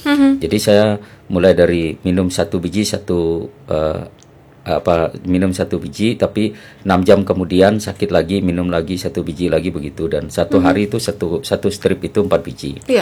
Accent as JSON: {"language": "Indonesian", "area": "Serawai District", "region": "West Kalimantan", "country": "Indonesia", "tie": "born or raised there", "said": "Dan ada kampung saya itu, yang saya bilang tadi itu, orang kampung itu mendata menjadi penduduknya itu, namanya itu Lemboyu namanya, kampung itu di Kecamatan Serawai, pedalaman."}